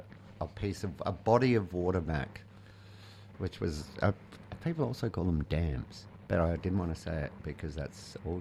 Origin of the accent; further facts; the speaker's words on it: Adelaide, South Australia, Australia; See, I'm from Adelaide, so ours were called direct drinks